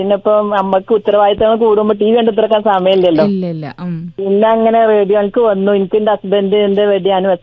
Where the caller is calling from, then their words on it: Vellambram, Kerala, India; Vellambram.